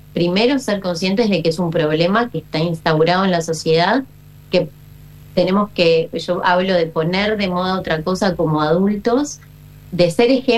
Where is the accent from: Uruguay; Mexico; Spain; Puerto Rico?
Uruguay; also born or lived in Buenos Aires; yo si bien soy uruguaya, soy psicóloga uruguaya, estudié mis dos especializaciones en Buenos Aires